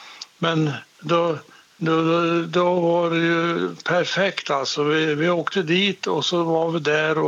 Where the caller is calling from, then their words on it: Örnsköldsvik, Västernorrland County, Sweden; Jag kommer från Örnsköldsvik.